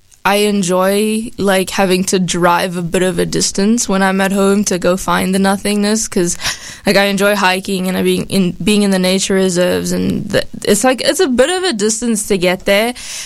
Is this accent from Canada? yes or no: no; Johannesburg, Gauteng, South Africa; now in Wayne, United States; this more little area of the city I'm from. But like, to get across Johannesburg can take you anywhere from like 30 minutes to like 45